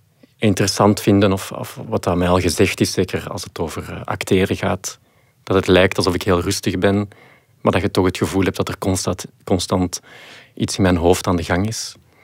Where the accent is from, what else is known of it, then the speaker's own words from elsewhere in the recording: Mechelen, Flanders, Belgium; Ik ben van Mechelen en al de scouts in Mechelen spreken elkaar ook echt aan met die totems.